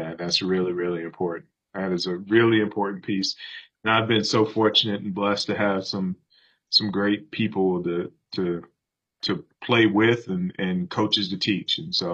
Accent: Hampton, Virginia, United States; I grew up in Hampton, Virginia, and spent the younger part of my life living in the Phoebus area of Hampton

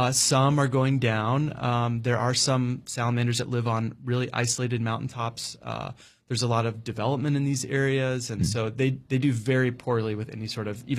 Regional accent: North Carolina, United States; I'd spent my life growing up in the North Carolina mountains

